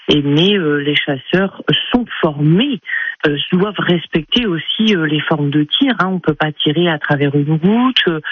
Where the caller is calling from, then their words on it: France; Chez nous, à Mairey-Lessard